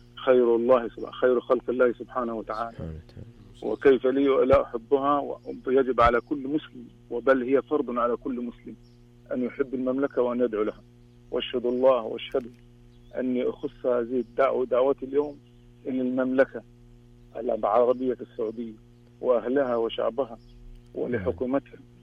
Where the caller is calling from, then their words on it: Egypt; انا مصري.